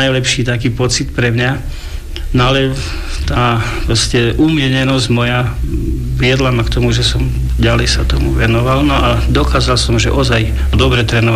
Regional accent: Prešov Region, Slovakia; born there; V prvom rade narodil som sa tu pod Tatrami a už ako decko ma otec bral do hôr.

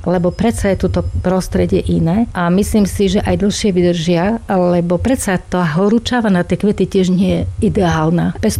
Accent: Plzeň Region, Czechia; Ja pochádzam z Plzeňskej oblasti a tam bola jedna pani, ktorá mala 83 rokov a ona pestovala karafiaty, predstavte si.

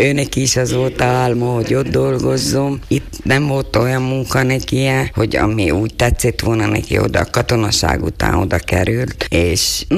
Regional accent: Gabčíkovo, Trnava Region, Slovakia; Én különben Bősről származom, úgyhogy ott is némileg így azért ismeri valaki a vizet

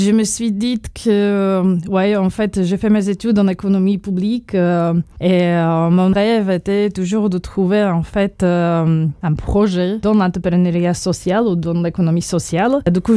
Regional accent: Bratislava, Bratislava Region, Slovakia; French is a second language; Donc, chez nous à Bratislava, c'est le lycée Metodova.

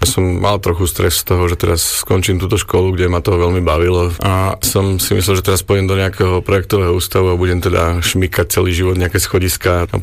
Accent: Prievidza, Trenčín Region, Slovakia; Ja osobne pochádzam z Prievidze.

